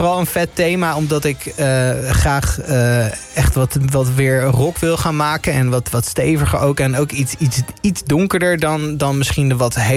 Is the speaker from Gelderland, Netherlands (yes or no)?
yes; Gelderland, Netherlands; Kijk, ik kom zelf uit Gelderland. Dus ik kwam daar als jonge jongen altijd al op Appelpop.